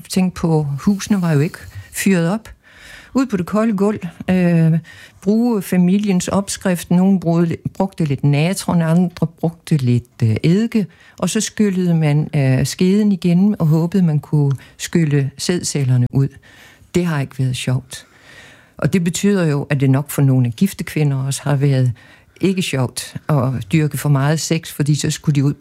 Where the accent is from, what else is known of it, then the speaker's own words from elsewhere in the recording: Bornholm, Capital Region of Denmark, Denmark; Jeg er vokset op på Bornholm, hvor der var et parallelt missionsk miljø, men jeg tilhørte et mere fritænkende.